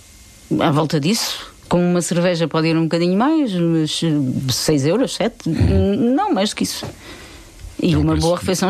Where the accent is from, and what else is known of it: Portugal